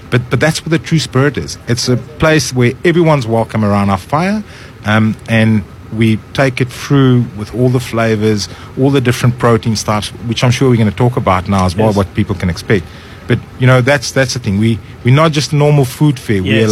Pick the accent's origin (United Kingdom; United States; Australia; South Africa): South Africa; me being as a South African as well